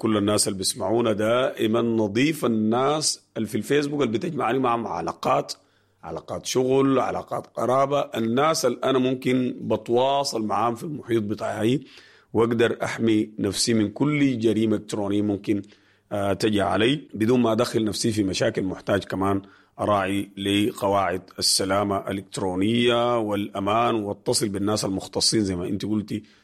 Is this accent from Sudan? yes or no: yes; Sudan; بالذات في أفريقيا وفي بلدنا السودان.